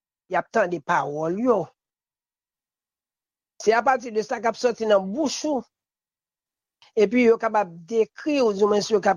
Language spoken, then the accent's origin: French; Haiti; Moi-même en tant que haïtien